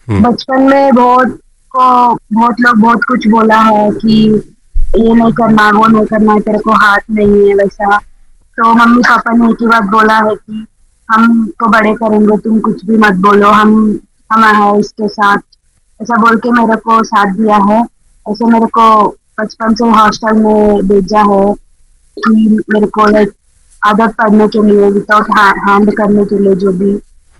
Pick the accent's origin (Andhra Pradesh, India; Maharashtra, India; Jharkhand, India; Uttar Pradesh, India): Andhra Pradesh, India; मैं आंध्र प्रदेश से हूँ